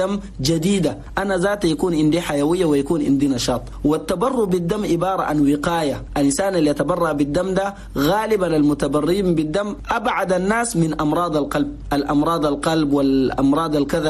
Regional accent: Chad; نقول لأخواننا المواطنين جميعا في بلد بلدنا تشاد صحيح أنين قاعدين نواجه مشكلة.

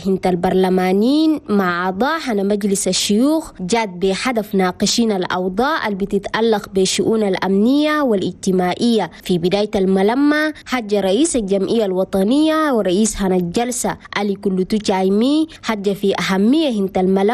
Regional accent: Chad; بلدنا تشاد.

